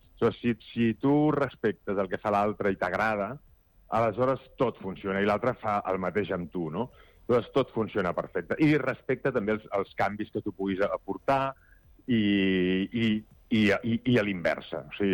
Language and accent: Catalan; Badalona, Catalonia, Spain; la presentem a Badalona, ja que jo sóc de Badalona, doncs la presentem a Badalona